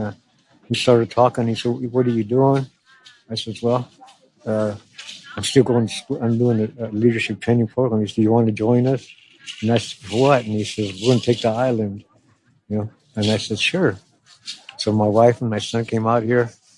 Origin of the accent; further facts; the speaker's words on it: Four Corners, Colorado, United States; moved away; I'm from the Four Corners in Colorado. I came out here in 1964